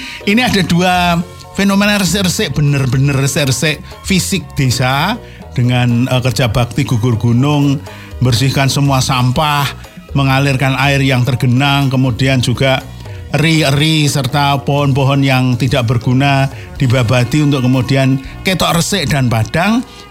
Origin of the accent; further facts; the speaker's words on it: Purworejo, Central Java, Indonesia; di tempat saya, di kampung saya, di Purworejo